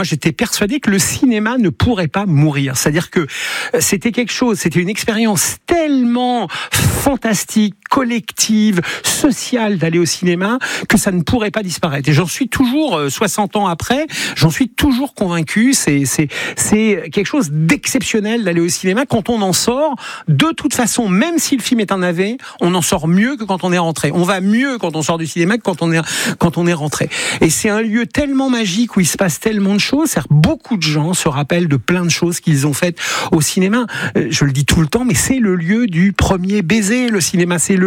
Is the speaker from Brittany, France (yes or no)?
no; Elbeuf, Normandy, France; born or raised there